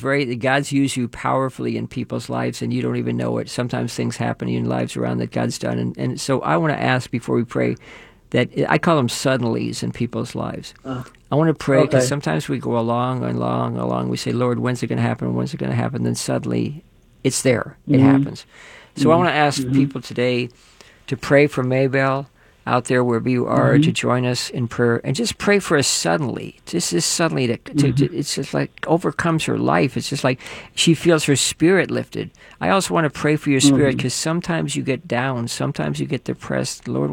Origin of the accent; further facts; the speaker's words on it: Levittown, New York, United States; born there; moved away; I grew up in Levittown for a while